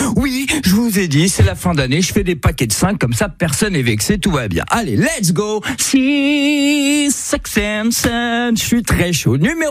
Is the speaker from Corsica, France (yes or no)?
yes; Corsica, France; now in Normandy, France; je suis un Corse importé